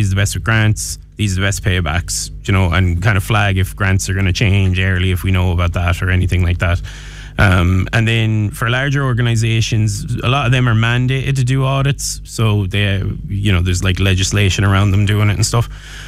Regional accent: Galway, Connacht, Ireland; Yeah, so I'm from Galway, obviously.

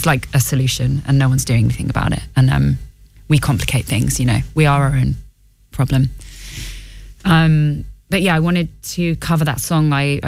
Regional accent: Ireland; as an Irish, you know, person as well

